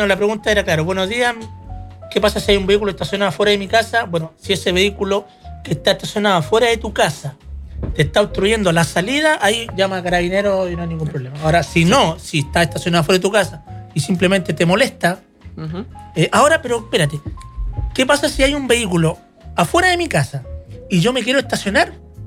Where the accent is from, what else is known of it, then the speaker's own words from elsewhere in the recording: Valdivia, Los Ríos, Chile; now in Chiloé, Chile; porque yo soy de Valdivia, pero vivo acá en Chiloé